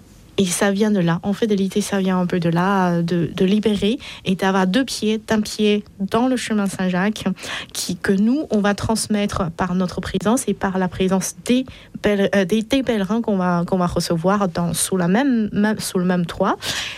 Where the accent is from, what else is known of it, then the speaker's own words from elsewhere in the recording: China; nous sommes tous des Chinois, chrétiens, et que on a ce feu d'évangélisation